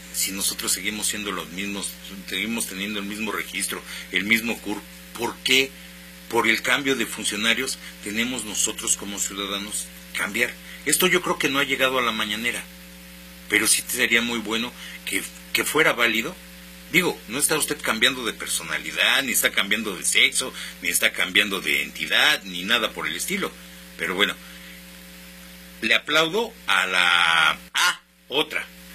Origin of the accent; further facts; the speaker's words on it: Mexico; cuando somos ciudadanos, cuando somos mexicanos